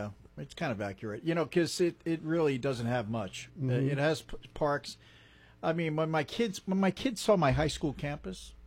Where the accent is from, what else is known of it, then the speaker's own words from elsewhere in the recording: Jersey City, New Jersey, United States; now in California, United States; Kind of rude to have my hometown being last.